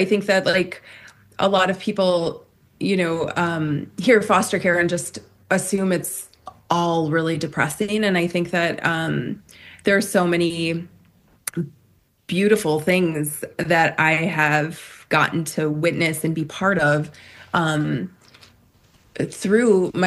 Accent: Rockford, Illinois, United States; the novel's set in Rockford, Illinois, and that is my hometown. It's where I live.

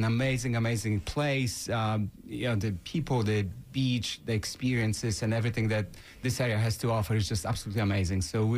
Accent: Podlaskie Voivodeship, Poland; moved away as an adult; also born or lived in England / Oxford; now in Florida, United States; I grew up in Poland, and I moved to U.S. in 1994.

